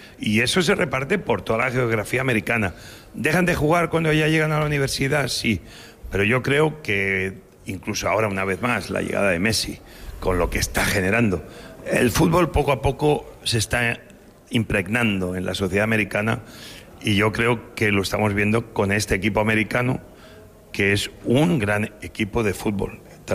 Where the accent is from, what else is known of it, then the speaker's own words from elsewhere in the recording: Asturias, Spain; yo soy como un niño pequeño con esto de la selección y también del Barcelona, que soy asturiano del Barça